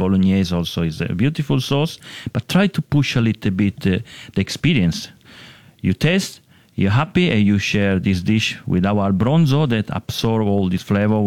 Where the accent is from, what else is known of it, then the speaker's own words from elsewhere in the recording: Piedmont, Italy; English is a second language; moved away; I grew up and I was born in Piemonte